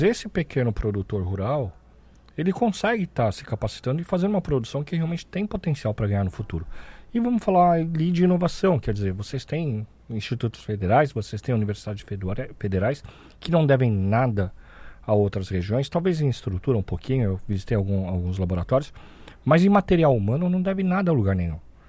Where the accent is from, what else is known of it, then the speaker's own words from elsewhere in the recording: Brazil; also born or lived in São Paulo; Eu sou brasileiro